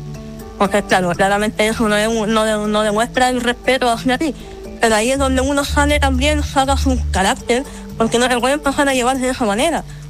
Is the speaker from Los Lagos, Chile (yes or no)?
no; Santiago, Santiago Metropolitan Region, Chile; Sí, soy de acá de Santiago.